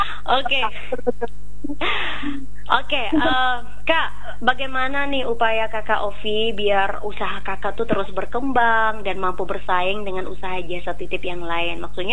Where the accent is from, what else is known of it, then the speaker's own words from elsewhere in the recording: East Nusa Tenggara, Indonesia; now in Java, Indonesia; kita kan orang NTT, kita di Jawa